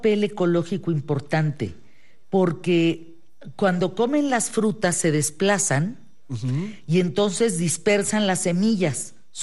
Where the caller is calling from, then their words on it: Cancún, Quintana Roo, Mexico; de Cancún.